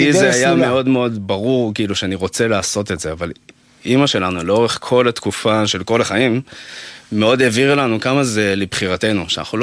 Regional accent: Ramat Gan, Tel Aviv District, Israel; גדלתי ברמת גן

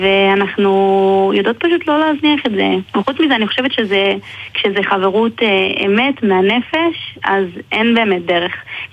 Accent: Arad, Southern District, Israel; אני בעיקרון מערד

